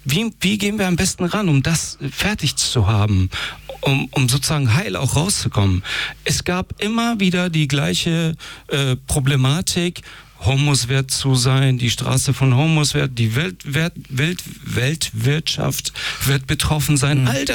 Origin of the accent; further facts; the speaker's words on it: Iran; moved away; man hat wirklich auch als Iraner direkten Kontakt und erlebt das auch.